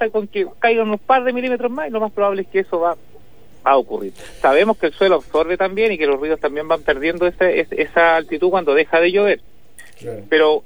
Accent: Villarrica, Araucanía, Chile; yo soy de Villarrica, nacido y criado en Villarrica.

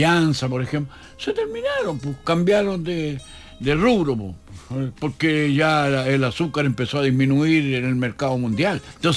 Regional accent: Chile

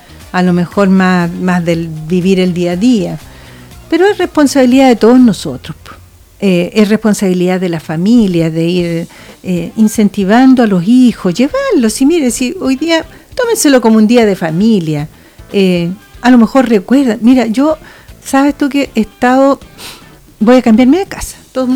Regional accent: Chile; con el único fin de identificarnos más como chilenos

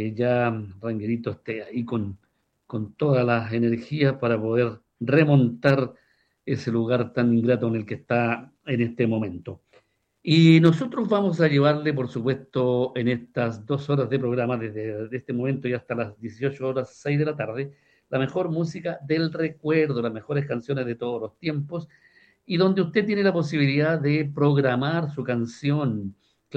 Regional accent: Chile

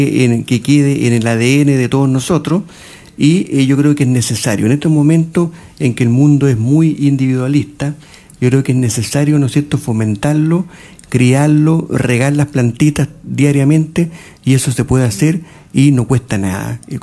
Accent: Santiago, Santiago Metropolitan Region, Chile; now in Cauquenes, Chile; Y eso nos damos cuenta cuando estamos viviendo acá. Yo soy santiaguino, así que puedo decir que la gente aquí es diferente.

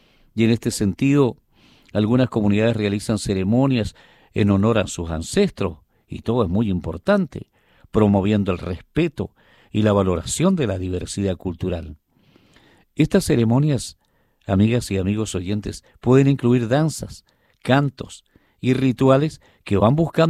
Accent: Chile

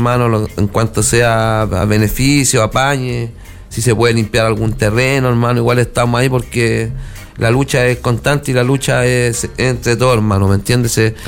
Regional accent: Valparaíso, Chile; Yo soy de Cerro Cordillera

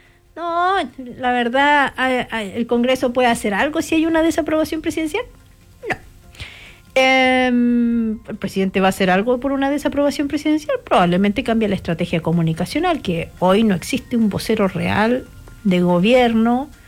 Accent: Chile; nosotros como chilenos

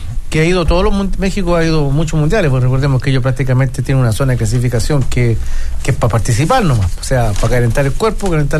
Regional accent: Chile

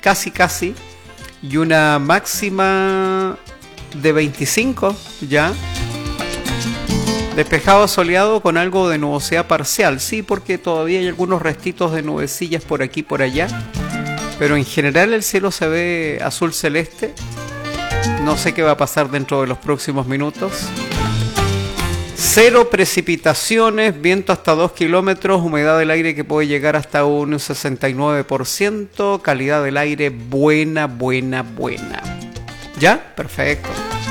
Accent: Chile; ¿Por qué será tan chaquetero que somos los chilenos

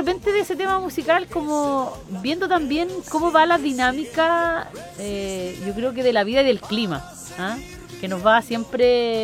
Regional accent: Cauquenes, Maule, Chile; no debemos olvidar que en este tiempo y un 11 de septiembre no solamente los cauqueninos tenemos que mirar hacia afuera

